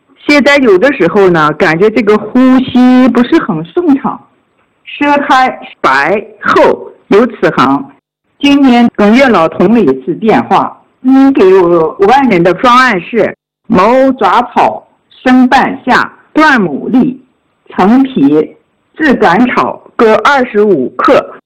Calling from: Jinzhong, Shanxi, China; 我来自山西晋中，

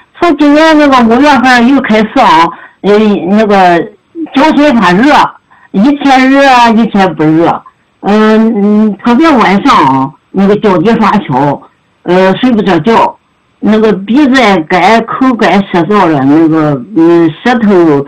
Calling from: Changji, Xinjiang, China; 我是新疆昌吉的学员，今年74岁了

